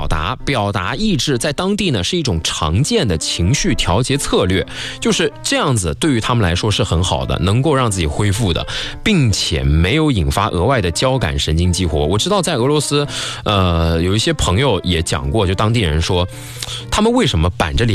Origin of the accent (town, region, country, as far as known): China